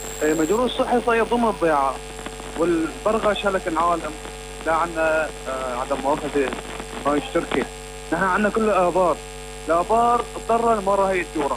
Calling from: Aleppo Governorate, Syria

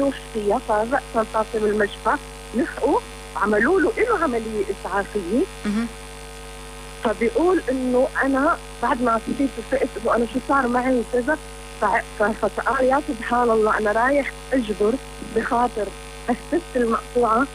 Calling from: Homs, Homs Governorate, Syria

